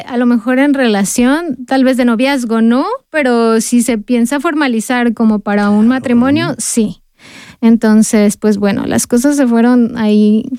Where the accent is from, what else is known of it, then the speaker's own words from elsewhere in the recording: Mexico; moved away as an adult; now in Austria; mi relación como mexicana-austriaco